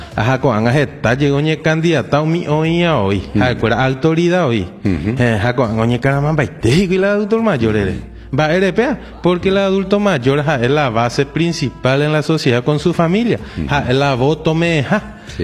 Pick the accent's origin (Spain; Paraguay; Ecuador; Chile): Paraguay; Horqueta, Concepción; como orqueteño, como paraguayo